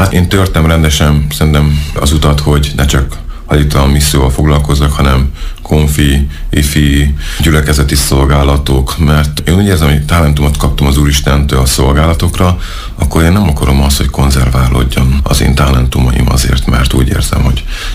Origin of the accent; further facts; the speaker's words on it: Tiszántúl, Hungary; Elindultam, nem is Debrecenbe elsősorban, én tiszántúli vagyok, hanem elindultam Sárospatakra.